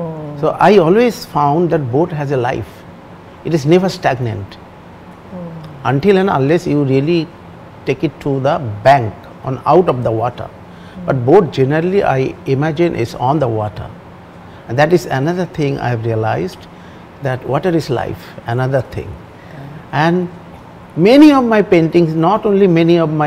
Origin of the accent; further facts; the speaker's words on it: Tamluk, West Bengal, India; Where I was born and brought up in Tamluk, it is surrounded by water, water bodies, canal, rivers.